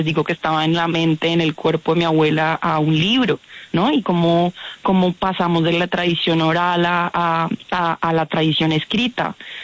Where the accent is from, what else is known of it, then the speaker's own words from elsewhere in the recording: Chocó, Colombia; now in Spain; siempre que digo que soy del Chocó, es eso, una oportunidad enorme para hablar del Chocó y de mi familia y de mis amigos y de mi vida allí y de cómo yo llevo el Chocó grabado en la piel y en la memoria.